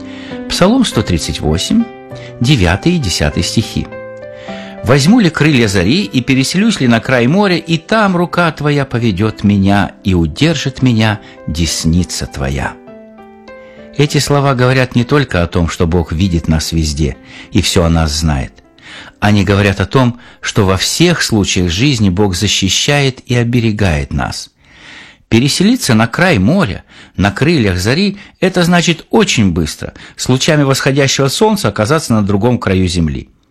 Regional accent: Bishkek, Chüy Region, Kyrgyzstan; день я прождал свой рейс на Фрунзе. Улетал из Ташкента вечером. И всего через 40 минут мы прилетели в мой родной город.

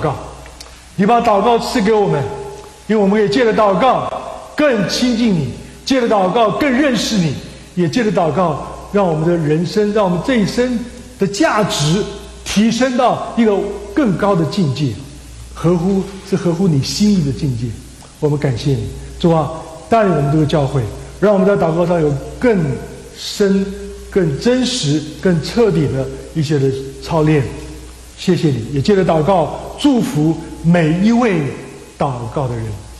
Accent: China; 也不知道有多少我们中国人的先辈，基督徒的先辈，为信仰舍命流血。

